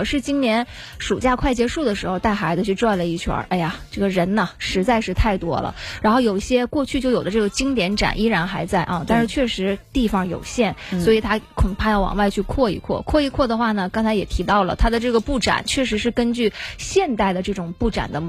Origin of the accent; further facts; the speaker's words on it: Northeast China, China; accent: Northeastern; 我们当地的这个口音是很魔幻的，一上去都是天辽地宁，山海有啊，反了，山海有情，天辽地宁。